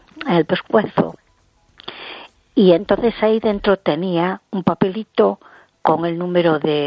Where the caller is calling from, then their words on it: A Coruña, Galicia, Spain; de Coruña.